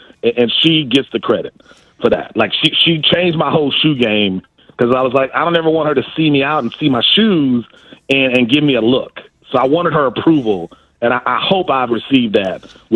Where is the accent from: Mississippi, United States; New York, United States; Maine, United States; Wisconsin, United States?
Wisconsin, United States; Milwaukee; Like, hey, I'm from Milwaukee, the Brewers should have.